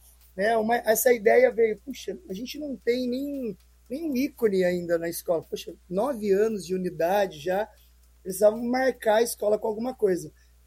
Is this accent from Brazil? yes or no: yes; Limeira, São Paulo, Brazil; born or raised there